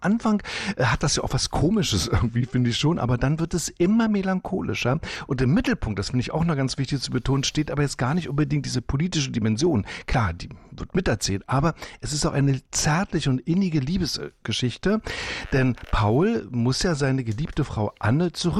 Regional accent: East Germany, Germany; Wir als Ossis.

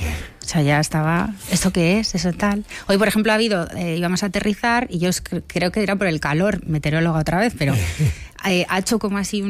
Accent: Bilbao, Basque Country, Spain; Bueno, lo primero es que yo soy de Bilbao y no voy en avión nunca a Bilbao.

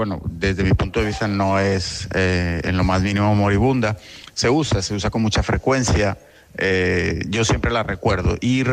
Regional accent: Venezuela; now in Ourense, Spain; Os mando este audio desde Ourense. … Vivo aquí desde hace más de 20 años, aunque nací y me crié durante mucho tiempo en Venezuela.

